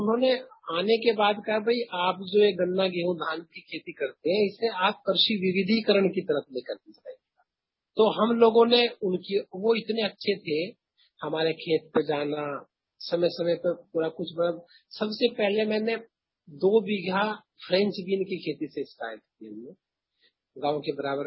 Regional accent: Uttar Pradesh, India; also born or lived in Saharanpur; Primary पढ़ाई हमारे गांव से लगभग 3 किलोमीटर दूर मलयपुर में हुई है, और उसमें हम धमोला नदी में से निकल करके जाते हैं।

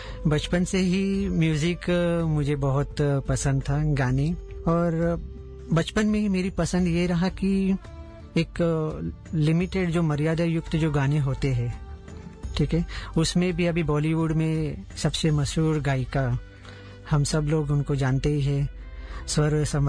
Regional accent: Mumbai, Maharashtra, India; moved away as an adult; also born or lived in Armenia; मेरा बचपन सब मुंबई में हुआ

